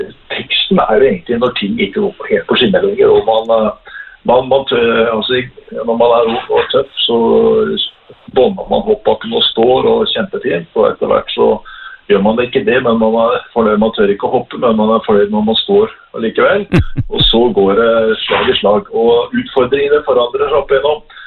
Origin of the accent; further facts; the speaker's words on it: Rjukan, Telemark, Norway; moved away; jeg var jo veldig ivrig med platespilleren hjemme på Rjukan i alle år